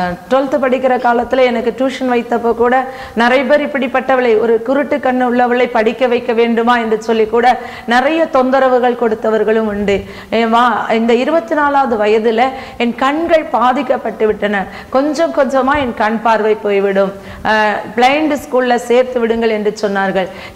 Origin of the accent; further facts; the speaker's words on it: Pethanadarpatti, Tamil Nadu, India; now in Rajapalayam, India; நாங்கள் இருக்கிற இடம் ராஜபாளையம். எங்களுடைய சொந்த ஊர் தென்காசி பக்கத்தில் உள்ள பெத்தநாடார்பட்டி.